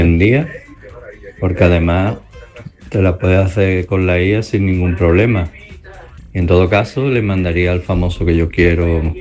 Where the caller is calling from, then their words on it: Jerez de la Frontera, Andalusia, Spain; de Jerez.